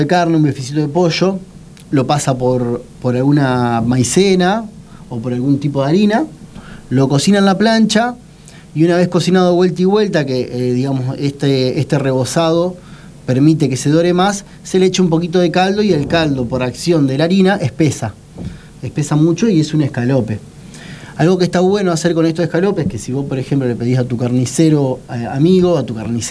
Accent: Argentina; Y si somos argentinos

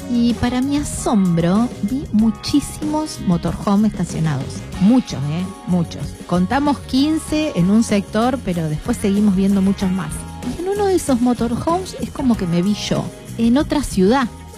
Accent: Villa Constitución, Santa Fe, Argentina; soy de Villa Constitución, una ciudad al sur de la provincia de Santa Fe.

